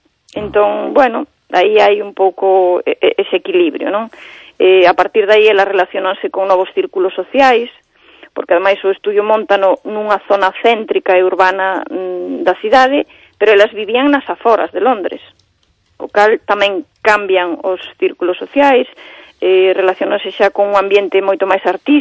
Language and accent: Galician; Santiago de Compostela, Galicia, Spain; Vale, pero somos de Santiago, non do Camiño.